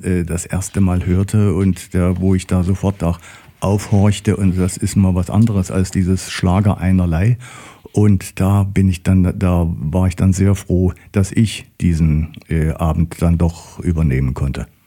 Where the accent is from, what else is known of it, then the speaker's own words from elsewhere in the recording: Erfurt, Thuringia, Germany; Okay, also einen großen Teil meiner Kindheit und meiner Jugend habe ich in Erfurt verlebt. Mein Vater war Pfarrer an der Thomaskirche.